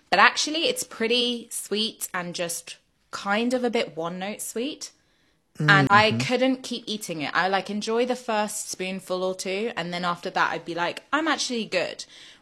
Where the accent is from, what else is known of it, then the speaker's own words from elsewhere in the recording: Paris, Île-de-France, France; which is also in the book because I grew up in Paris